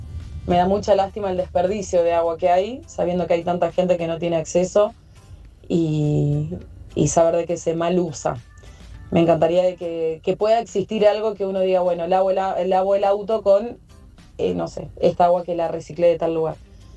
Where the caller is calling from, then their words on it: Escobar, Buenos Aires Province, Argentina; Hola, buenos días … de Escobar.